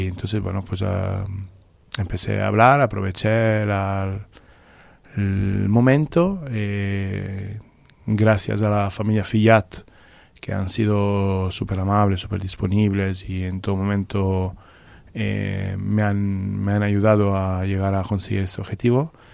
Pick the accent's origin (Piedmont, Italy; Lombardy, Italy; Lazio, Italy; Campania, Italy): Piedmont, Italy; Cafasse; Spanish is a second language; por la zona de alrededor de mi pueblo, Cafasse